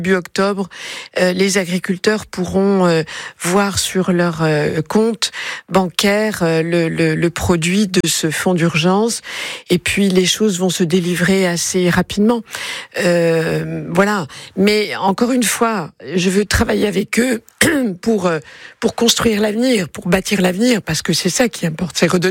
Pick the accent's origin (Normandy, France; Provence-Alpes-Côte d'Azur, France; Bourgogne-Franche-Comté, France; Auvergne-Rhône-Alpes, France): Bourgogne-Franche-Comté, France; Pas plus que chez moi, dans le Haut-Doubs, dans le massif du Jura, nous ne sommes habitués à cela.